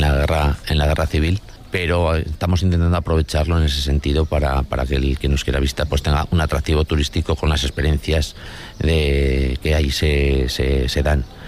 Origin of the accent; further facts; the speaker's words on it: Belchite, Aragon, Spain; Estamos aquí en Belchite. … soy el alcalde de Belchite desde 2015.